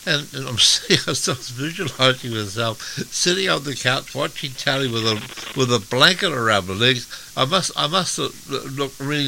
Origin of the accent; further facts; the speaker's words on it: South Island, New Zealand; moved away; I was brought up in the South Island